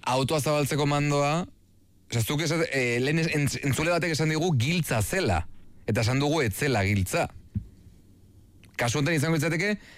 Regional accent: Ispaster, Basque Country, Spain; Ispasterretik, ostra.

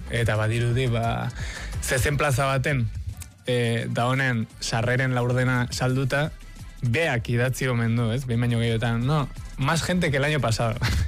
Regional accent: Tolosa, Basque Country, Spain; now in Madrid, Spain; ezingo nuke Madrilen bizi Euskal Herririk gabe, eta ezingo nuke Tolosan egon Madrilik gabe, ere, ni Tolosarra naiz.

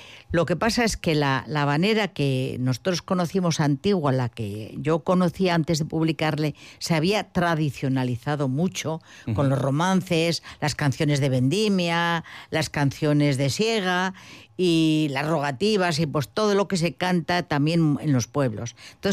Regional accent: Mayorga, Castile and León, Spain; born there; eso había fraguado dentro de mi pueblo, ¿no? Pero luego es verdad que si Mayorga es un pueblo muy musical

